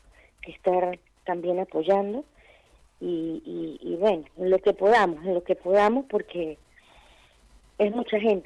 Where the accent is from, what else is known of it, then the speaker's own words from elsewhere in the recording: Venezuela; now in Argentina; nosotros como inmigrantes, como venezolanos que estamos fuera